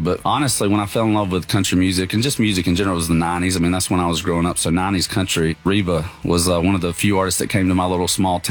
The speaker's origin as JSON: {"language": "English", "region": "Georgia", "country": "United States", "said": "You know, people from my home state. I think there's so many artists and songwriters from the state of Georgia over the past 10 or so years."}